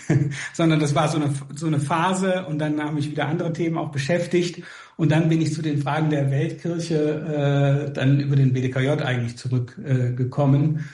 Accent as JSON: {"language": "German", "region": "North Rhine-Westphalia", "country": "Germany", "said": "Nein, ich komme eigentlich aus dem Erzbistum Paderborn. Das Siegerland gehört zu Paderborn, aber Paderborn liegt 200 Kilometer von Siegen entfernt."}